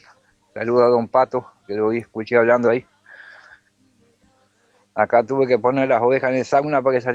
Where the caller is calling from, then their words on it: Paso del Medio, Uruguay; acá de Paso al Medio.